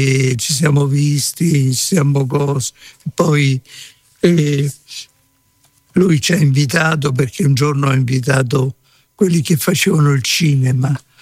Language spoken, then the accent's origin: Italian; Macerata, Marche, Italy; born there; now in Rome, Italy; io facevo il chierichetto da ragazzino quando stavo a Macerata. Poi quando sono venuto a Roma